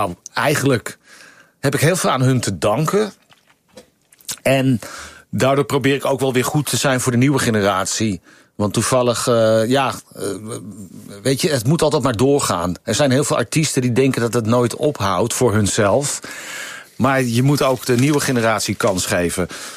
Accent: Purmerend, North Holland, Netherlands; Ik ben geboren in Purmerend.

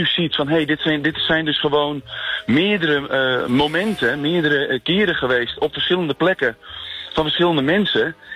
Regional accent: Friesland, Netherlands; Nou ja, om als Fries, dan mede Friese te spreken.

